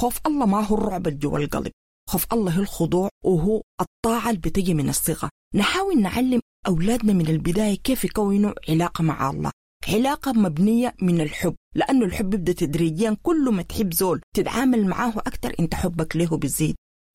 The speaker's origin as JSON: {"language": "Arabic", "country": "Sudan", "said": "نحن كسودانيين"}